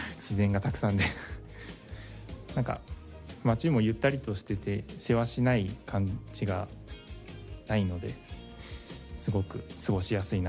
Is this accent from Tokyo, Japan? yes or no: no; Fukuoka, Japan; moved away as an adult; now in Ozora, Japan; 出身が珍しいと思うんですけど福岡県福岡市から、あ、福岡市から出身です。